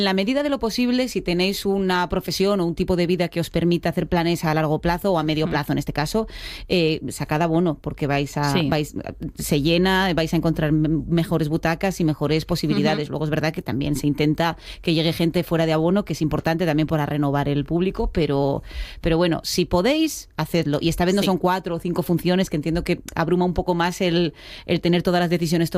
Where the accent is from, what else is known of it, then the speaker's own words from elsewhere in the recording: Asturias, Spain; Pero que somos asturianos, que estamos a 26 grados y ya estamos quejándonos